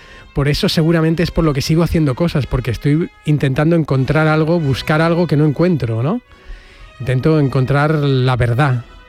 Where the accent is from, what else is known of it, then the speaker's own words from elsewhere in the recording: Region of Murcia, Spain; also born or lived in Barcelona; now in Seville, Spain; Sí, yo no soy catalán, yo soy murciano realmente. Y me fui a Barcelona a estudiar al Instituto del Teatro. Y luego lo que no sabéis es que yo vivo en Sevilla hace 10 años.